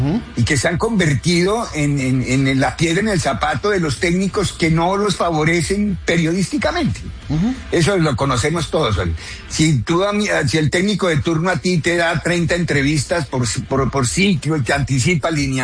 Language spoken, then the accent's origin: Spanish; Colombia